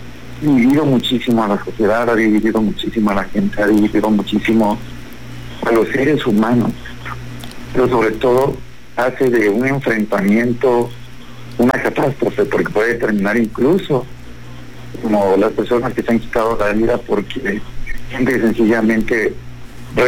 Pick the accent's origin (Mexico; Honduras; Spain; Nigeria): Mexico; como mexicanos, como paisanos